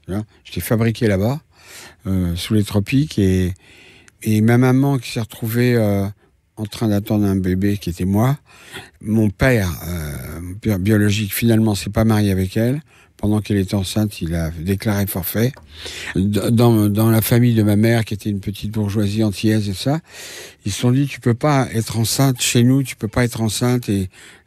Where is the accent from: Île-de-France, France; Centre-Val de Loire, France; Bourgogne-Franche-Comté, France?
Île-de-France, France; Paris; born there; Et là, du Havre, elle a pris un train pour aller à Paris. Et je suis née à Paris